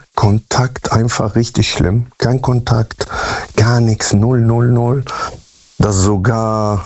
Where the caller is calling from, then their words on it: Münster, North Rhine-Westphalia, Germany; Münster-Westfalen. Ich bin aus Münster-Westfalen.